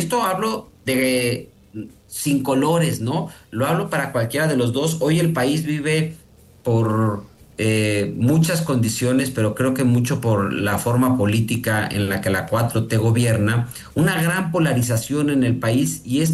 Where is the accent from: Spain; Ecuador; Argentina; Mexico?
Mexico; todos somos mexicanos